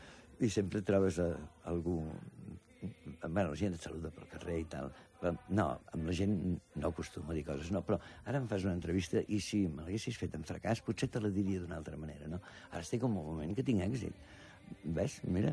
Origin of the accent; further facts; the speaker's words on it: Catalonia, Spain; Potser sí que soc català